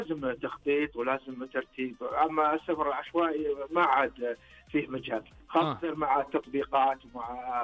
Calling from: Iraq; كلمك من العراق.

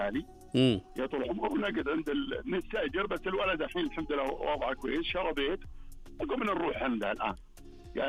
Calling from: Al-Ahsa, Eastern Province, Saudi Arabia; نطلع من الحسا.

